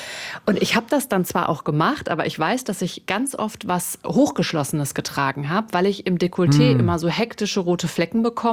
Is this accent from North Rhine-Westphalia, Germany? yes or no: yes; North Rhine-Westphalia, Germany; Und du musst überlegen, ich komme ursprünglich aus dem Sauerland.